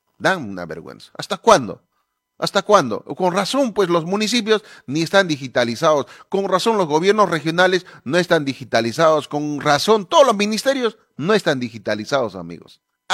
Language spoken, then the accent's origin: Spanish; Peru; moved away; en mi tierra por lo menos era, pues, ¿cuánto? 38 soles se pagaba, 50 soles. Ahora dice que ya es, ya no es un distrito pobre. ¿Ah? El distrito de Cutirapi ya no es pobre.